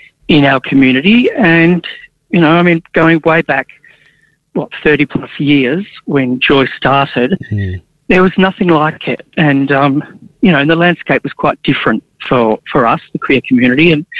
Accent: Melbourne, Victoria, Australia; Look, another thing is I live in Tasmania and I'm from Melbourne. And it's my little sort of piece of Melbourne that I still have with me.

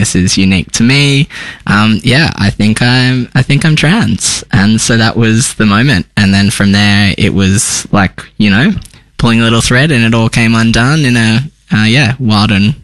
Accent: Tamworth, New South Wales, Australia; born or raised there; moved away as an adult; also born or lived in Sydney; now in Melbourne, Australia

